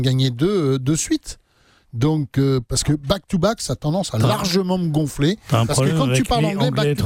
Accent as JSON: {"language": "French", "region": "Normandy", "country": "France", "said": "moi je suis normand"}